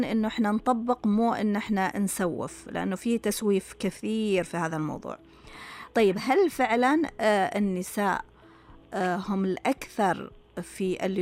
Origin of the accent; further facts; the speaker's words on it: Saudi Arabia; عندنا في السعودية